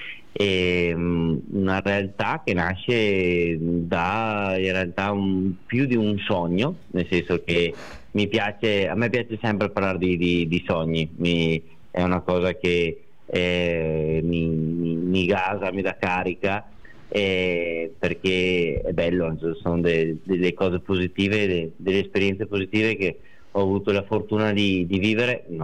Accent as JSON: {"language": "Italian", "town": "Isola Vicentina", "region": "Veneto", "country": "Italy", "said": "sono di Isola Vicentina, quindi appunto zona nord di Vicenza, zona diciamo della pedemontana vicentina"}